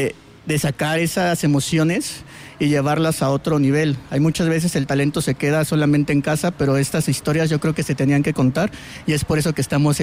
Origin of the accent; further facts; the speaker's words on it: Santiago de Querétaro, Querétaro, Mexico; born there; De aquí, de la ciudad de Querétaro, orgullosamente.